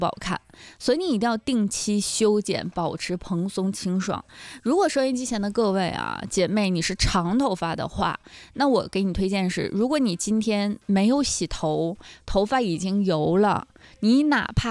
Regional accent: Northeast China, China; accent: Northeastern dialect; 用咱们东北话来说

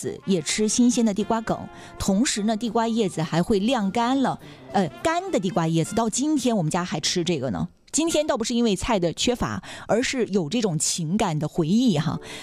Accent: an island, Liaoning, China; now in Dalian, China; 如果你到海岛哈，到我老家

